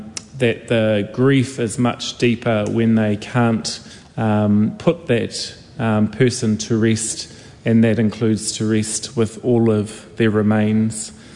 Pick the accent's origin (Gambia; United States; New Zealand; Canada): New Zealand; Napier, Hawke's Bay; growing up in Napier